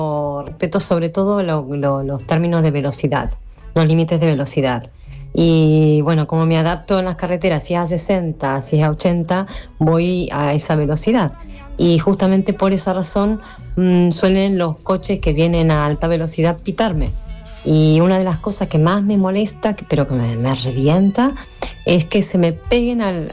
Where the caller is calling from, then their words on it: Alhaurín, Andalusia, Spain; de Alaurín.